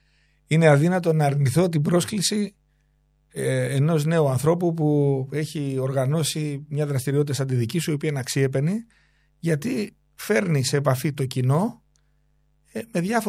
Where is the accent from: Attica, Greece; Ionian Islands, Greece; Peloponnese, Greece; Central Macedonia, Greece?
Peloponnese, Greece; born there; στην πατρίδα μου τη Λακωνία